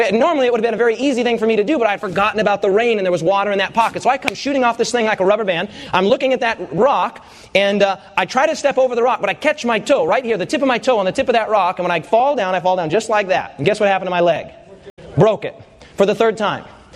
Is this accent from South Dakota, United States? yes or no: yes; Rapid City, South Dakota, United States; I was from Rapid City, South Dakota.